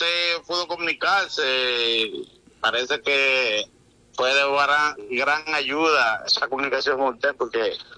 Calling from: La Vega, Dominican Republic; Soy de parte de Juan Quesada aquí en La Mara.

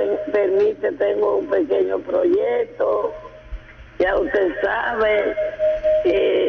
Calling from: Navarrete, Santiago, Dominican Republic; Para mi pueblo Navarrete

